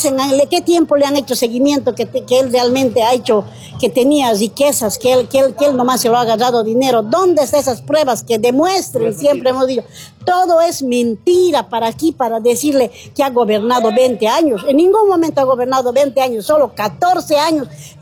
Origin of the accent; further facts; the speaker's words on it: Bolivia; nosotros somos aquí los bolivianos.